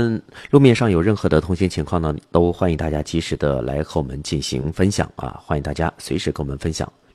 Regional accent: Jiangxi, China; 这是咱们江西人自己的购物商城

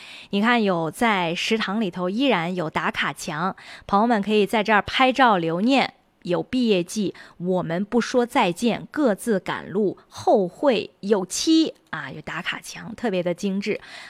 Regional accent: northern China, China; 作为北方人

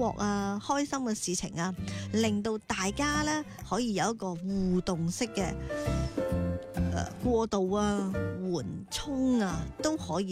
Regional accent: Guangdong, China; 我哋广东人

